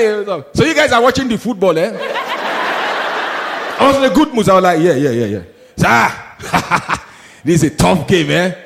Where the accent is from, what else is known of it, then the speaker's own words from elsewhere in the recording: Nigeria; I'm Nigerian.